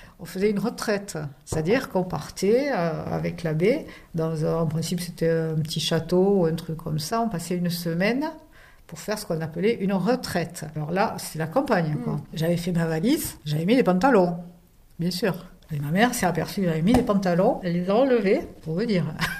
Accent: Southern France, France

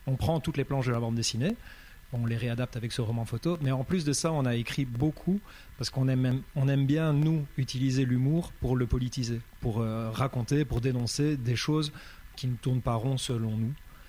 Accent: Liège, Wallonia, Belgium; on vient de Liège en Belgique

